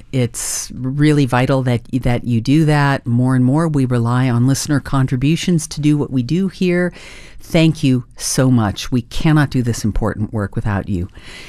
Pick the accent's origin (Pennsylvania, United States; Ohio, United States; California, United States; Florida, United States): Ohio, United States; Brunswick; Let's hear from more folks from Brunswick, which is where I grew up.